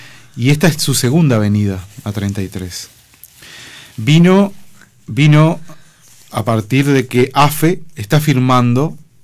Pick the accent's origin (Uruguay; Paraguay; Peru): Uruguay; El amor que nosotros como uruguayos le tenemos a esa vieja empresa uruguaya